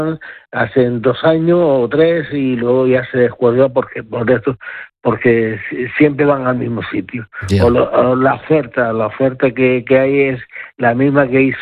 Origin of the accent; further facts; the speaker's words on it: Canary Islands, Spain; Canarias que estamos abiertos todo el año.